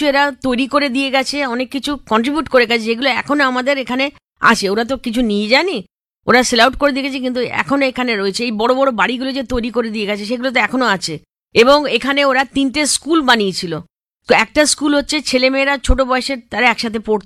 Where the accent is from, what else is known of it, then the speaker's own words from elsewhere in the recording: India; আমি যেহেতু ভারতীয়